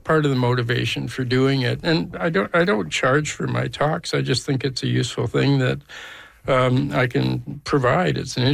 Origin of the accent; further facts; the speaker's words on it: Alberta, Canada; I'm from Alberta, right?